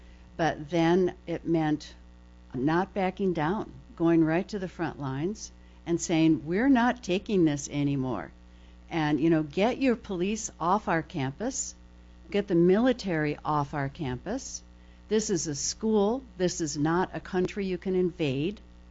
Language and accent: English; Toledo, Ohio, United States; born or raised there